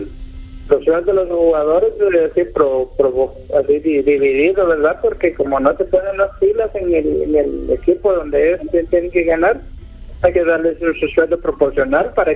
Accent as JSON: {"language": "Spanish", "country": "Guatemala", "said": "Soy cantante … de Guatemala."}